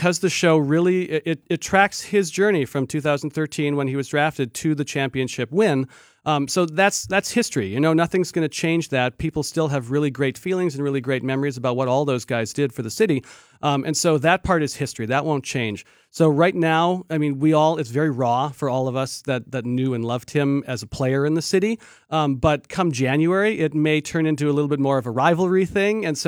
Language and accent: English; Milwaukee, Wisconsin, United States; I try not to poke fun at people from Milwaukee because I am from Milwaukee and I will always have a soft spot for the city and the people that live here.